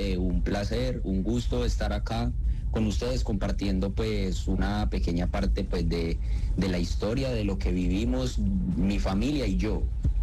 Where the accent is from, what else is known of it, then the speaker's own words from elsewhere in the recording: Armenia, Quindío, Colombia; born there; Sí, señor, yo soy de acá de Armenia, Quindío.